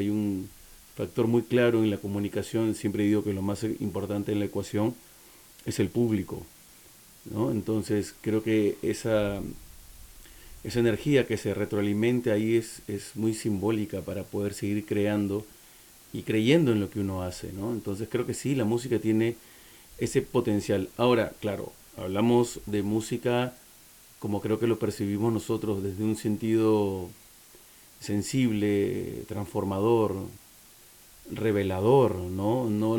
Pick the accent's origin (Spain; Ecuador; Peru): Peru